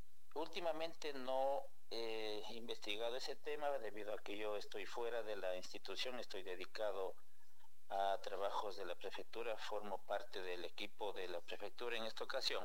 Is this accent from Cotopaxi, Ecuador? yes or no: yes; Cotopaxi, Ecuador; Es necesario que los hijos de Pangua trabajemos por Pangua.